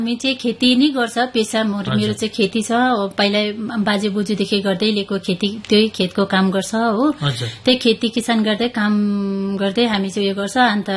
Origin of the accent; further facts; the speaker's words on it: Timpem, Sikkim, India; म चाहिँ तिम्पेमबाट हो … मेरो गाउँको नाम चाहिँ तिम्पेम हो। साजुङदेखि 1 किलोमिटर यताभित्र पस्यो भने चाहिँ हाम्रो गाउँ तिम्पेम भनेर भेट्नुहुन्छ तपाईँले त्यहाँनिर।